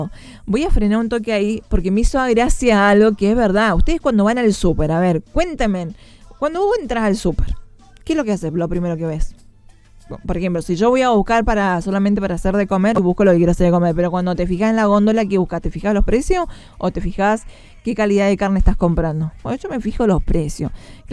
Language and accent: Spanish; Mendoza, Argentina; Soy mendocina, una mezcla porteña, puntana, pero el Cuarteto es lo más.